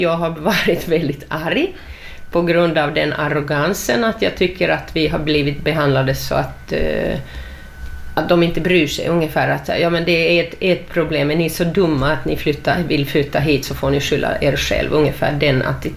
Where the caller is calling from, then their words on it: Finland; Jag är finsk medborgare och vi har adressen här.